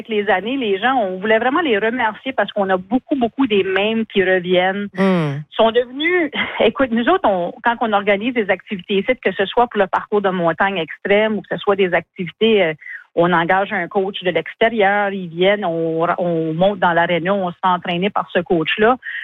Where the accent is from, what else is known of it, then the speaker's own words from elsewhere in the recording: Edmundston, New Brunswick, Canada; also born or lived in Moncton; Ça a commencé avec mon déménagement de Moncton à Edmundston. Je suis originaire d'Edmundston.